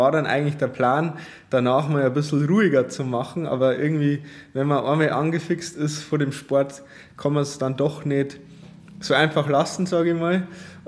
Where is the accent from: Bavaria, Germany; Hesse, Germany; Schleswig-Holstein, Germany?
Bavaria, Germany; born or raised there